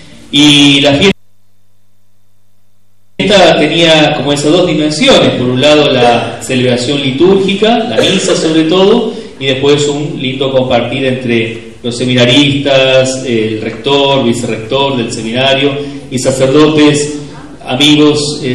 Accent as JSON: {"language": "Spanish", "town": "Río Gallegos", "region": "Santa Cruz", "country": "Argentina", "said": "yo soy de Río Gallegos"}